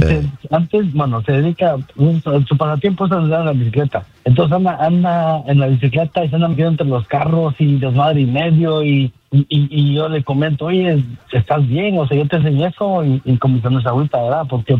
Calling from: San Fernando Valley, California, United States; andamos trabajando aquí en el Valle de San Fernando.

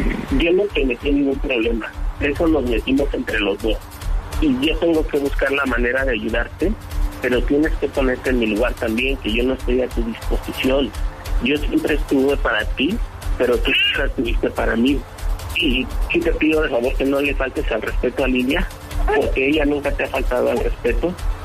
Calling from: Mexico; El lugar donde yo vivo está muy alejado de la civilización.

